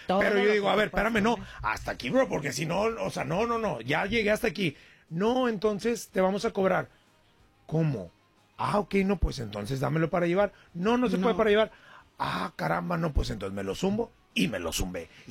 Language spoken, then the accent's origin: Spanish; Nuevo León, Mexico; No, espérame, yo soy regio, bro.